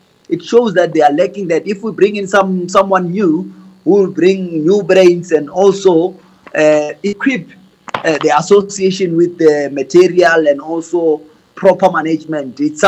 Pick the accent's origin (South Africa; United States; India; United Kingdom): South Africa; as a South African